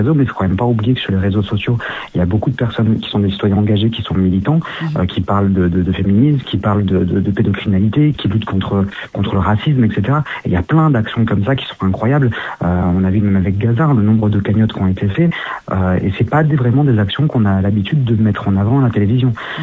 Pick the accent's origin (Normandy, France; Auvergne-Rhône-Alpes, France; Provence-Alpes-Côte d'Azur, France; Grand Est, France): Provence-Alpes-Côte d'Azur, France; Nice; Moi, je suis pas de Paris, je suis de Nice.